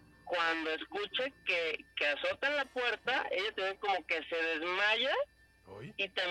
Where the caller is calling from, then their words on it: Zapopan, Jalisco, Mexico; De Zapopan.